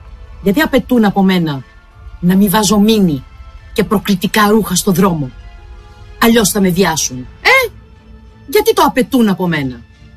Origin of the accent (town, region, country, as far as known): Greece